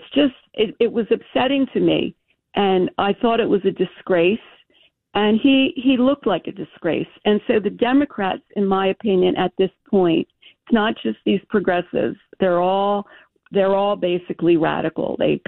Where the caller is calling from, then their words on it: Pennsylvania, United States; I live in Pennsylvania